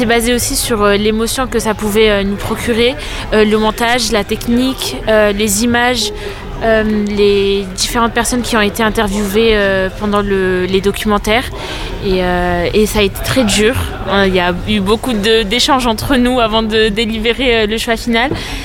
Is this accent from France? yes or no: yes; Douai, Hauts-de-France, France; En tant que douaisienne, je vais revenir, c'est sûr.